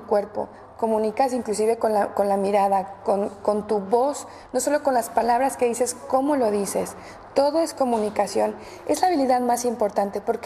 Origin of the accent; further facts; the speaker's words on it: Mexico; Mexicanos, yo soy mexicana, sí.